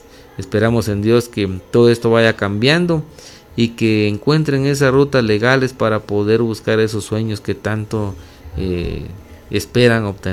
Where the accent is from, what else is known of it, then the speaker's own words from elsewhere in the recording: Guatemala; como guatemaltecos también somos parte de ese funcionamiento del Estado.